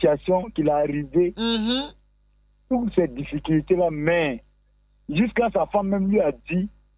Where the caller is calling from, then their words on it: Côte d’Ivoire; je suis avec la fin Goudron, André Château.